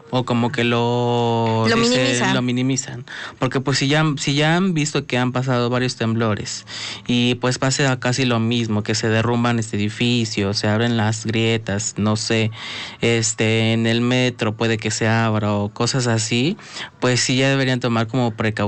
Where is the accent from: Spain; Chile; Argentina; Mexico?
Mexico; como mexicanos, como que no tenemos esa costumbre de aprender de nuestros errores